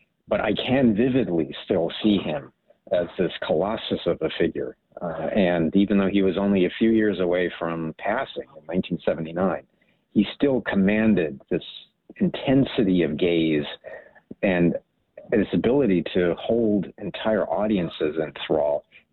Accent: Hawaii, United States; also born or lived in Germany; Born in Germany, grew up in Hawaii, military family.

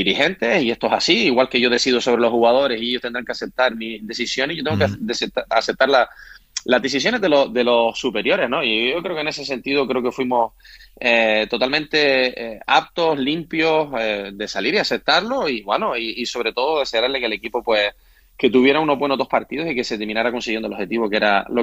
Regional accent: Canary Islands, Spain; Estamos en un club de cantera y como canario y como, pues bueno, habitante de la isla, todos queremos lo bueno para el club, ¿no?

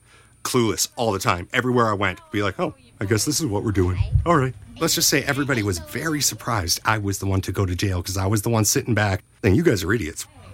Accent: Burnaby, British Columbia, Canada; also born or lived in Surrey; I grew up in Burnaby, BC, outside of New Westminster. It's near Vancouver. It's all the same area. Then I moved to Surrey.

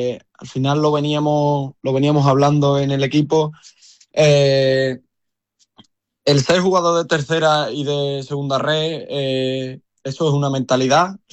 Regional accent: Andalusia, Spain; Yo estaba aquí en mi pueblo jugando en Primera Andaluza

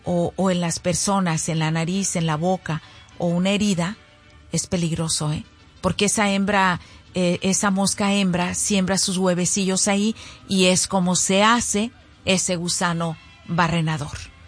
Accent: Zacualco de Torres, Jalisco, Mexico; como que ando en los bailables allá en el kiosco de allá de mi pueblo, de Zacualco de Torres.

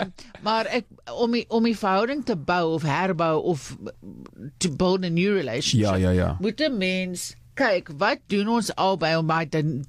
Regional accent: Johannesburg, Gauteng, South Africa; born there; also born or lived in Western Cape; ek is hier in Johannesburg gebore.

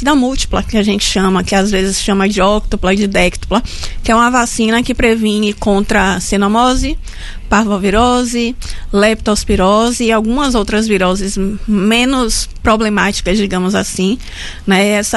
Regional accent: Feira de Santana, Bahia, Brazil; eu sou de Feira de Santana também, então adoro.

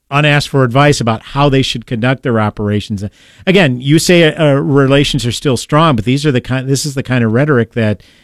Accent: United States; I am an American

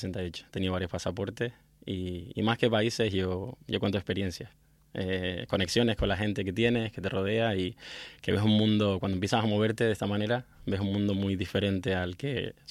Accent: Santa Úrsula, Canary Islands, Spain; moved away as an adult; De Canarias, de Tenerife, de Santa Úrsula.

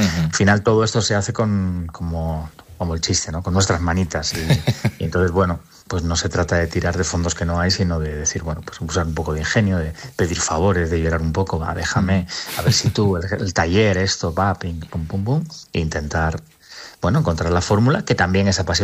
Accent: Spain

